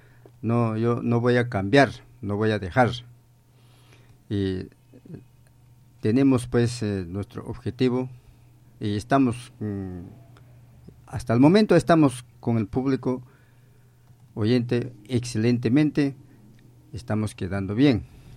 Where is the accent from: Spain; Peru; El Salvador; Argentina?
Peru; El Carmen district, Churcampa province, Huancavelica; Yo soy natural de la provincia de Churcampa, distrito del Carmen, el centro poblado Palermo. Ese es mi pueblo